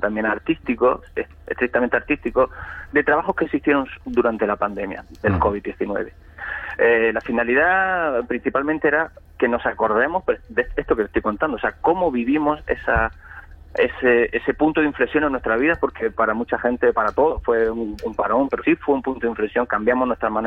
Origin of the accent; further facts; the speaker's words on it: Almería, Andalusia, Spain; Yo creo que soy el único de Almería